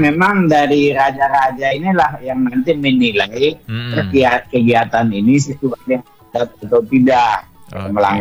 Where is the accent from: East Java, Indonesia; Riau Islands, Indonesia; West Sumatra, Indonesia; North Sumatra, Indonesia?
North Sumatra, Indonesia; born there; moved away; di kampung saya itu, di kampung kita sana di daerah Batak.